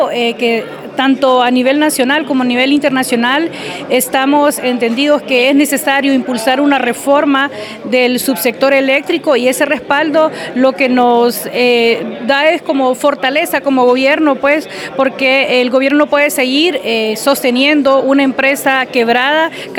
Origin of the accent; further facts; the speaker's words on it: Honduras; para que nosotros como país y como todo, como hondureños, seamos conscientes